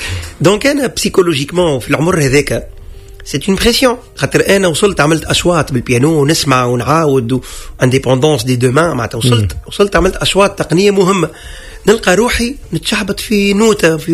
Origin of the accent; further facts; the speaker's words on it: Tunisia; وانا دونك من تونس